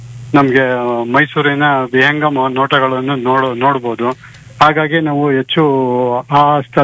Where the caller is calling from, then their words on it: Mysuru, Karnataka, India; Mysuru Vidyaranyapuram